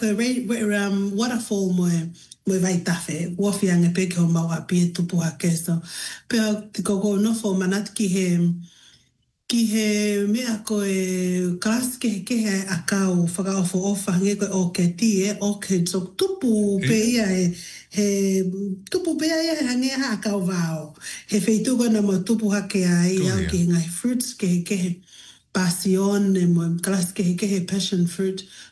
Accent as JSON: {"language": "English", "region": "Highlands", "country": "Papua New Guinea", "tie": "born or raised there", "said": "We have very, fond memories growing up in Papua New Guinea."}